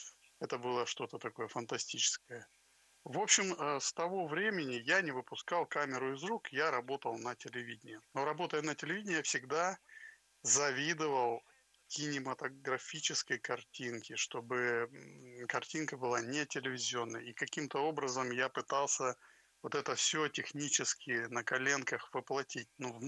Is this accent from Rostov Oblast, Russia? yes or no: yes; Volgodonsk, Rostov Oblast, Russia; born or raised there